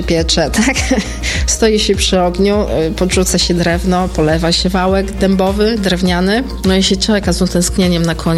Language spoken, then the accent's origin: Polish; Studzianka, Lublin Voivodeship, Poland; mieszkam w Studziance od urodzenia i tutaj jest moje centrum życiowe.